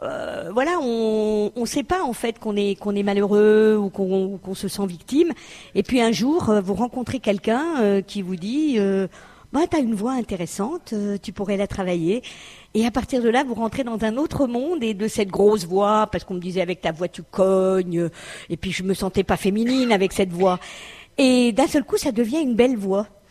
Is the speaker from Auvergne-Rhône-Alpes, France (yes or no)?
no; Paris, Île-de-France, France; Je suis de Paris, et oui.